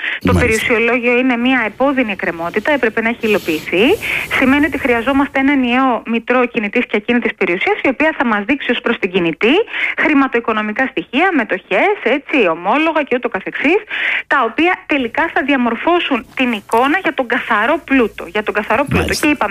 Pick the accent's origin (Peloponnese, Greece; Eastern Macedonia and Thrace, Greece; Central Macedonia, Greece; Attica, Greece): Peloponnese, Greece; Ας συμφωνήσουμε ότι διαφωνούμε, που λένε στο χωριό μου στη Μάνη